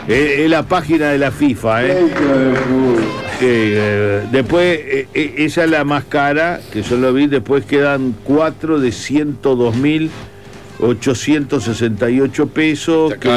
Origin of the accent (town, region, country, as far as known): Uruguay